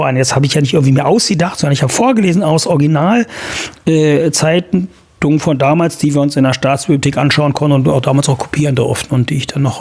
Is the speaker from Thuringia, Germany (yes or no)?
no; Saxony-Anhalt, Germany; Also prinzipiell wohne ich sehr, sehr gerne hier. Ich bin ja in der Altmark geboren und groß geworden.